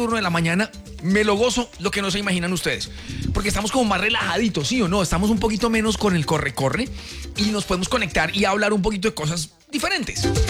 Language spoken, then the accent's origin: Spanish; Tolima, Colombia; now in Quindío, Colombia; yo no soy de acá, yo soy del Tolima.